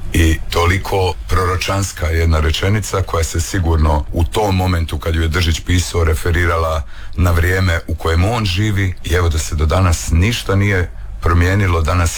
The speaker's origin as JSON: {"language": "Croatian", "town": "Dubrovnik", "region": "Dubrovnik-Neretva County", "country": "Croatia", "said": "dolazim u svoj grad odigrati jednu emblematsku ulogu"}